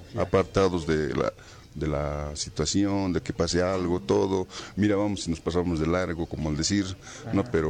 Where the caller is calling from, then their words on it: Cochabamba, Bolivia; Yo estoy aquí en Illao, pero yo vivo en Cochabamba, ¿no?